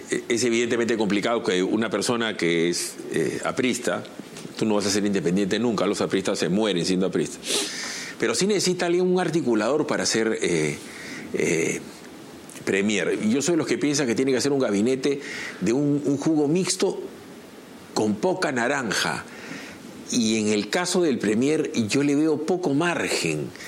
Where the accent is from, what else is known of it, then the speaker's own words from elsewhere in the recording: Trujillo, La Libertad, Peru; yo también soy de Trujillo